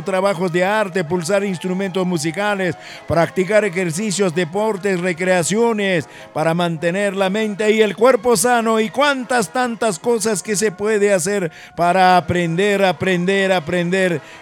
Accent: Recuay, Ancash, Peru

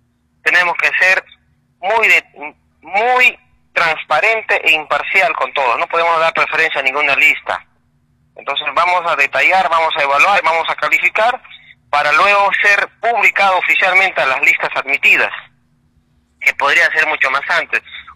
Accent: Peru; somos peruanos.

